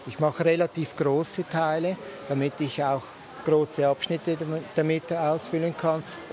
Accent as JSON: {"language": "German", "town": "Göschenen", "region": "Uri", "country": "Switzerland", "tie": "born or raised there", "said": "Ich komme ja von Göschenen, das ist mein Heimatort. Und ich bin natürlich schon als Kind gerne am Bahnhof und habe geschaut."}